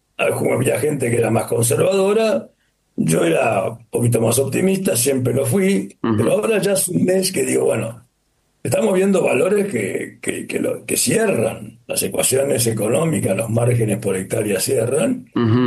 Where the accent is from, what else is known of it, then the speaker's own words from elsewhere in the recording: Australia; Spanish is a second language; yo vengo de Australia, para los australianos el niño es un drama